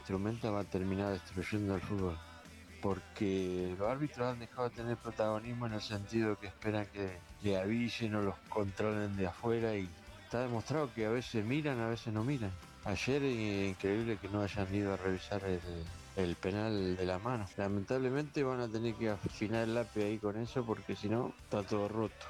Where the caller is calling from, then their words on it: Pigüé, Buenos Aires Province, Argentina; de Pigüé.